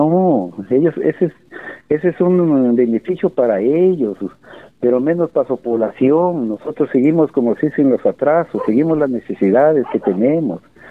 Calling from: Olmos, Lambayeque, Peru; aquí en el distrito de Olmos

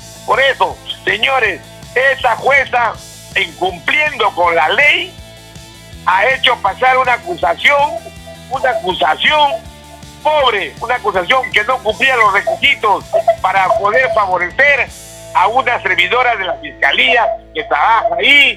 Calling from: Chimbote, Ancash, Peru; Yo estoy llamando de la ciudad de Chimbote.

